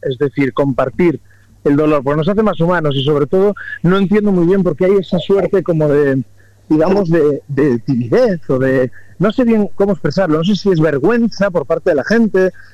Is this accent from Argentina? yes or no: no; Galicia, Spain; soy del 83, de Galicia